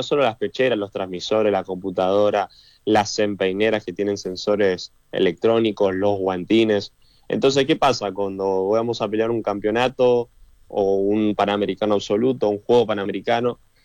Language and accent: Spanish; Argentina; somos, a ver, argentinos, y peleamos con el corazón